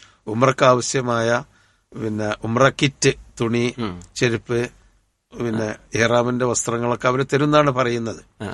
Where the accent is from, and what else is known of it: Kerala, India